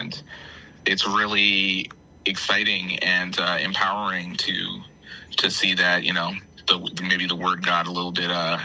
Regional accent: Edmonton, Alberta, Canada; also born or lived in Toronto / Montreal; now in Hamilton, Canada; I've lived all over Canada. I grew up in Edmonton. I lived in Toronto for 7 years. I lived in Montreal

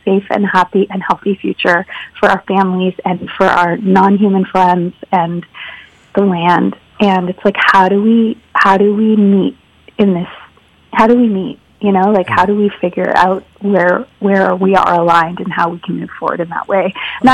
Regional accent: Whitby, Ontario, Canada; And then I grew up in Whitby, Ontario

